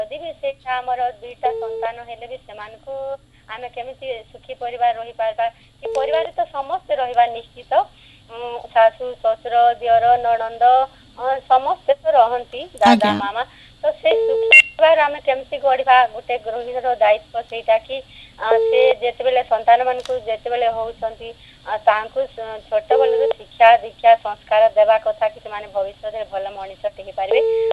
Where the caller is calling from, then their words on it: Bargarh, Odisha, India; ହଁ ନାନୀ, ମୁଁ ବରଗଡ଼ରୁ, ବରଗଡ଼ କଟାପାଲୁ